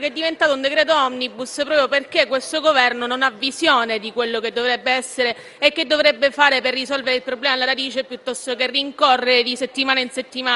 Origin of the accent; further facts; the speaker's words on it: Messina, Sicily, Italy; io sono di Messina